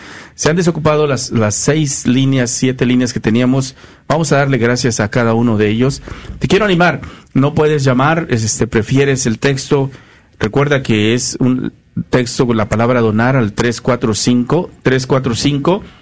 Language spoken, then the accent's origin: Spanish; Guerrero, Mexico; Así somos los de Guerrero.